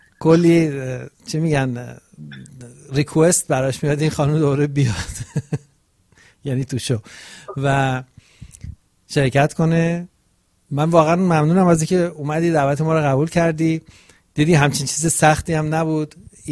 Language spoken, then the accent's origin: Persian; Gilan, Iran; accent: Rashti; من بلدم درسته، یعنی من میگم شبیه رشتی لهجم.